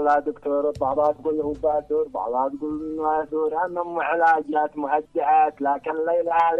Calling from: Yemen

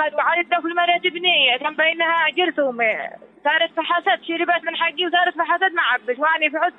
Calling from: Sanaa, Amanat Al Asimah, Yemen; من صنعاء، من هنا من سوق علي محسن.

